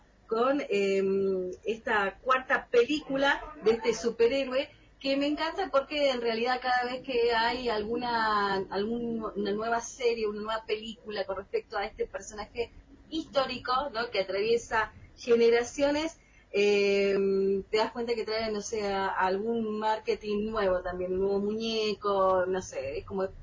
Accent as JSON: {"language": "Spanish", "country": "Argentina", "said": "para nosotros como argentinos"}